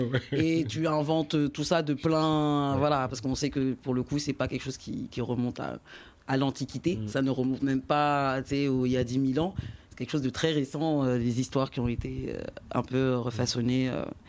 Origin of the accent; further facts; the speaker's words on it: Haiti; c'est un documentaire que j'ai regardé sur Haïti, sur l'histoire d'Haïti, pour le coup, je suis haïtienne, et il m'a fait pleurer.